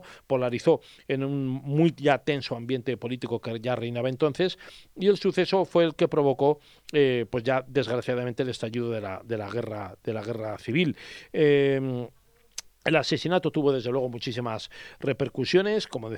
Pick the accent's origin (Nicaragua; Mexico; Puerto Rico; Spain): Spain; Galapagar, Community of Madrid; En mi pueblo, Galapagar, hay una finca que todavía pertenece a la familia Calvo Sotelo